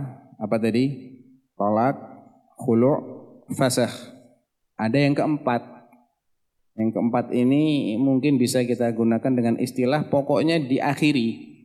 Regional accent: Ambon, Maluku, Indonesia; Saya berasal dari Ambon, dan di Ambon pasca atau setelah kerusuhan agama tahun 99 memiliki aturan wajib bahwa untuk calon gubernur, wali kota maupun wakilnya harus dari kedua agama, yaitu Islam dan Nasrani.

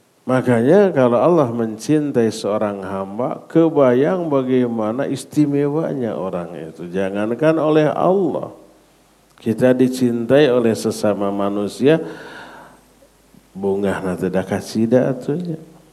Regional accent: Sunda, Indonesia; sebagai orang Sunda saya enggak bisa tuh ngomong sejam tanpa diselipkan istilah-istilah Sunda.

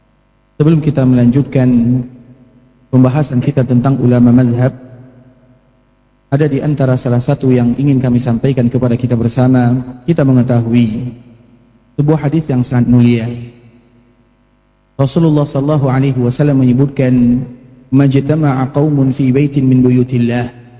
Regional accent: Indonesia; kita berasal dari Indonesia.

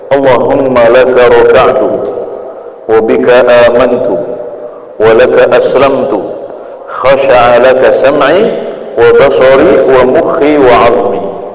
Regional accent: Klaten, Central Java, Indonesia; moved away; kalau saya karena di Jawa Tengah, kalau daerah saya di Klaten dulu

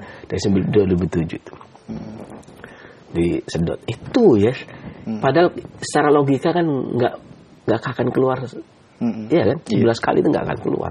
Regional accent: Pemalang, Central Java, Indonesia; born there; also born or lived in Cilacap / Purwokerto; saya lahir di Pemalang, berarti saya punya tabiat Pemalang. Pantai, kemudian saya tinggal di Cilacap sekitar 5 tahun lebih, berarti saya punya mizaj Cilacap

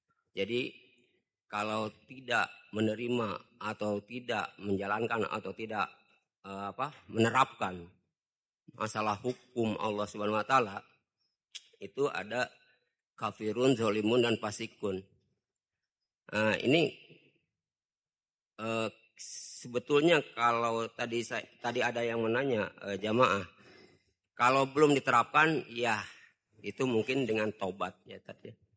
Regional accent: Caringin, West Java, Indonesia; dari Caringin.

